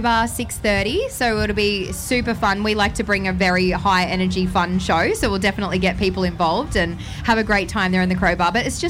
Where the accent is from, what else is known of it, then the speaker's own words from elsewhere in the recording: Coonamble, New South Wales, Australia; now in Hunter Valley, Australia; And I remember when we moved from Canamble to the Hunter Valley, which is where I live now